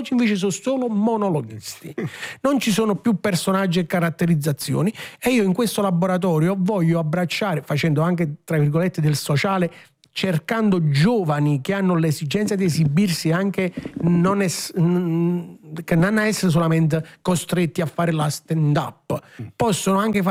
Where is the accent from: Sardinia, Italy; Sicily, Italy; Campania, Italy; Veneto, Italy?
Campania, Italy; San Giorgio a Cremano; born there